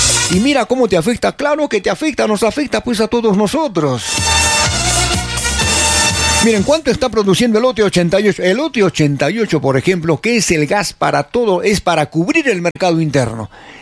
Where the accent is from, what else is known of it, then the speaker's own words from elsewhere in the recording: Peru; nuestro gas, el gas de todos los peruanos